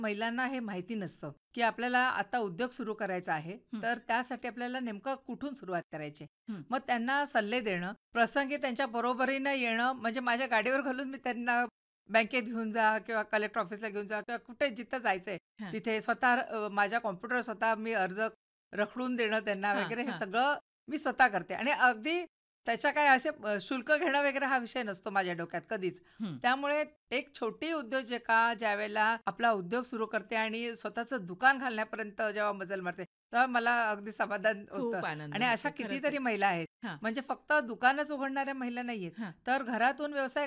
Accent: Thane, Maharashtra, India; born there; also born or lived in Ulhasnagar / Hatkamba; नोकरीनिमित्ताने वडील ते सेंट्रल आणि कस्टम एक्साइज मध्ये होते, त्यामुळे आम्ही ठाण्यात गेलो. तिथे सगळं शिक्षण झालं, बी ए पर्यंत शिक्षण झालं.

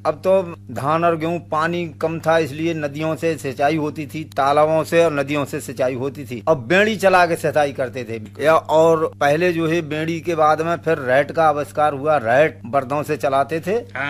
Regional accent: Nusratganj, Uttar Pradesh, India; हमारे गांव का नाम है नुसरतगंज

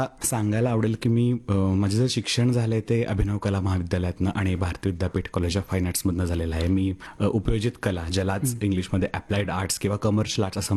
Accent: Shirwal, Maharashtra, India; माझं मूळ गाव पुण्यापासून 45 किलोमीटर असलेलं पुणे बँगलोर हायवेवरती शिरवळ नावाचं ऐतिहासिक गाव आहे आणि मला घरातनं खूप ऐतिहासिक वारसा पण आहे, कारण आमचा जवळजवळ शिवकालीन 400-450 वर्षापूर्वीचा वाडा आहे आणि त्या वाड्यातली माझी 17वी पिढी आहे

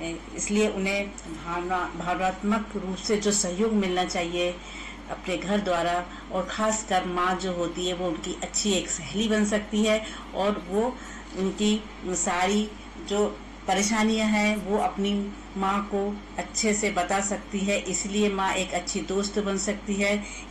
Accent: Betul district, Madhya Pradesh, India; मैं डिस्ट्रिक्ट बैतूल की रहने वाली हूँ

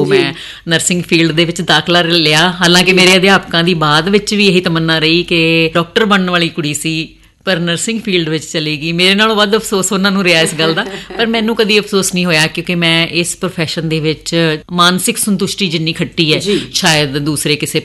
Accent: Punjab, India; born or raised there

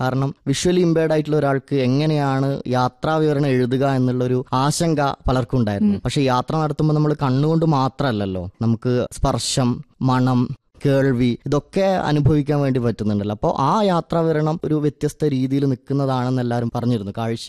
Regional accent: Mokeri, Kerala, India; born or raised there

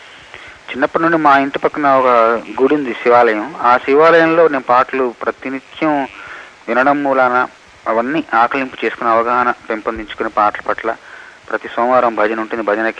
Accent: Challagari, Telangana, India; నేను వరంగల్ జిల్లాలోని చిట్యాల మండలం చల్లగరి గ్రామంలో పుట్టానండి. మా సొంతూరు చల్లగరిగా.

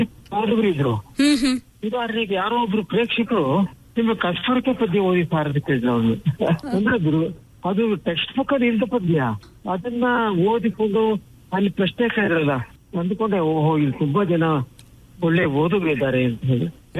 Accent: Chitradurga, Karnataka, India; ಆರಂಭ ಆಗಿದ್ದು ನಮ್ಮ ಹಳ್ಳಿಯಲ್ಲಿ, ಆದ್ರೆ ನಿಜವಾಗ್ಲೂ ನಾನು ಯೌವನ ಪ್ರವೇಶ ಮಾಡಿದ್ದು, ಹರಿಯ ಪ್ರವೇಶ ಮಾಡಿದ್ದು ದುರ್ಗದಲ್ಲಿ.

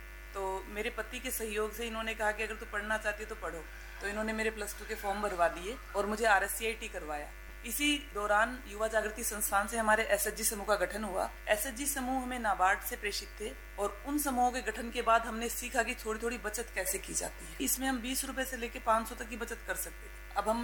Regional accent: Bansur, Rajasthan, India; मैं ग्राम आलमपुर बांसुर अलवर की निवासी हूँ।

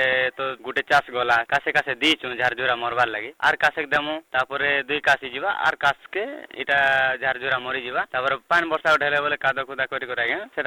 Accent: Durduri, Odisha, India; ମୋର ଗାଁ ହେଲା ଦୁରଦୁରି ଆଜ୍ଞା। ମୋର ପଞ୍ଚାୟତ ହେଲା ଦ୍ୱାରସୁନି

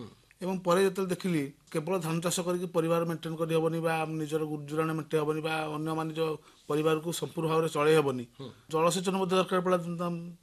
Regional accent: Kadalibadi, Odisha, India; ଆମ ଘର ହେଉଛି ବାଙ୍କୀ ବ୍ଲକ କଦଳୀବାଡ଼ି ପଞ୍ଚାୟତ କଦଳୀବାଡ଼ି ଗ୍ରାମରେ।

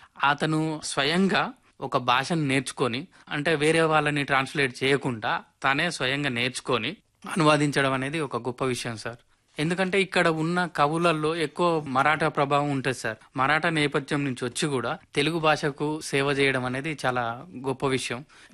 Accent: Nalgonda district, Telangana, India; మాది ఆరగూడెం గ్రామం, తిప్పర్తి మండలం, నల్లగొండ జిల్లా.

